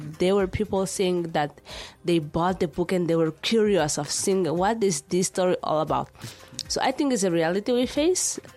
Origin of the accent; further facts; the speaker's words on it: Inhambane, Mozambique; also born or lived in Maputo; First of all, I'm Mozambican